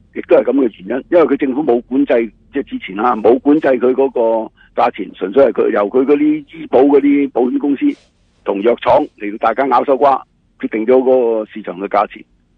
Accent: Canada; 咁或者话我哋啲省嘅医疗保险啊嗰啲咁容许我哋加拿大人可落去美国买药上嚟都可以医疗保险嗰度俾一部分钱嘅咁样嚟补贴下我哋加拿大人嗰啲患者嘅药物嘅需要啦

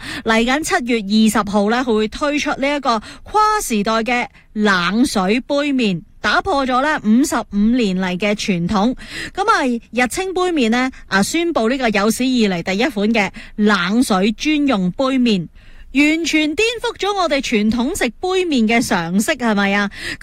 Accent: Hong Kong; 我哋香港人

